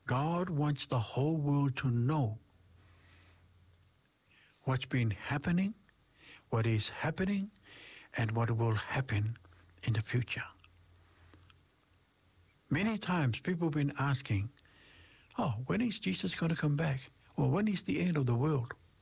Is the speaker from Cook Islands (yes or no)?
yes; Cook Islands; first language Cook Islands Maori; English is a second language; now in New Zealand; I'm a Cook Islander. English is my second language.